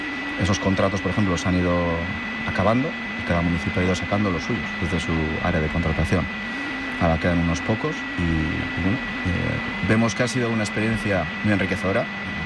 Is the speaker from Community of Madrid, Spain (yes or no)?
no; Galdakao, Basque Country, Spain; Yo nací en Galdakao, tengo 39 años